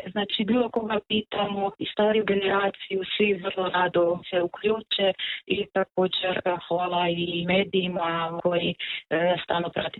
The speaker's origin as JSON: {"language": "Croatian", "town": "Tótszerdahely", "region": "Zala", "country": "Hungary", "tie": "born or raised there", "moved": "yes", "lives_now": "Prelog, Croatia", "said": "rodom sam iz Serdahelja, živim u Prelogu"}